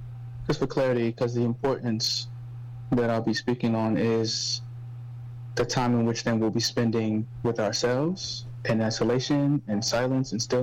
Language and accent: English; Nigeria; You know, as a Nigerian man too, it's a very odd.